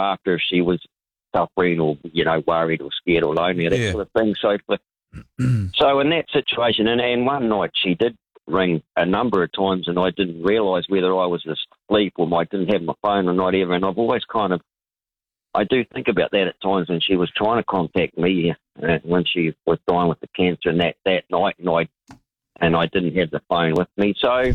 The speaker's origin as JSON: {"language": "English", "country": "New Zealand", "said": "being a Kiwi."}